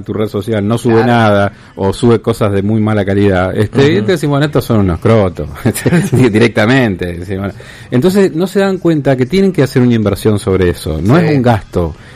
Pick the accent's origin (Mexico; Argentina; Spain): Argentina; Santa Fe; como santafesino lo digo